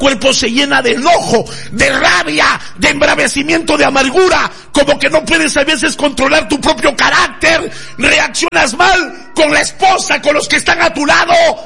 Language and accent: Spanish; Mexico; now in Peru; dime que soy un mexicano mentiroso, un charlatán, un fanfarrón